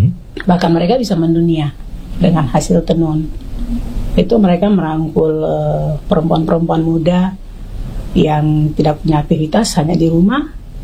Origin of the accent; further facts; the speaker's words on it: Southwest Papua, Indonesia; Karena saya Bu Mama ini perempuan Maibrat. Marga saya memang orang Jayapura. Saya Bu Mama orang Maibrat.